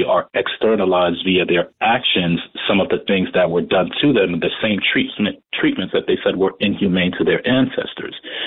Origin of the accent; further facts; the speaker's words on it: New York City, New York, United States; I was raised in Brooklyn.